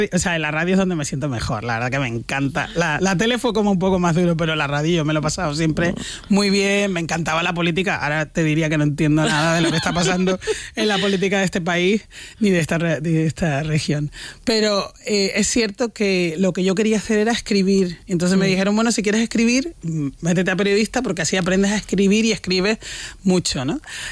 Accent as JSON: {"language": "Spanish", "region": "Canary Islands", "country": "Spain", "also_born_or_lived": "Córdoba", "said": "Yo es que me siento muy canaria. Cordobesa también"}